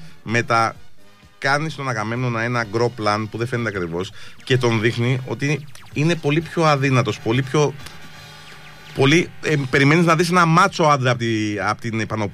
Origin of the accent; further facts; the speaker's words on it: Greece; σαν Έλληνες μας ανέβασε